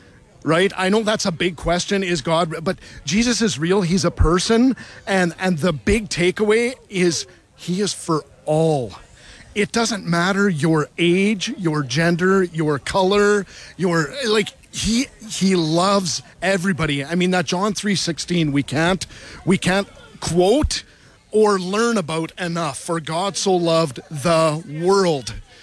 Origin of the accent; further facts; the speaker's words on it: Pembina Valley, Manitoba, Canada; I grew up here in the Pembina Valley, and knowing that we are often called this Bible Belt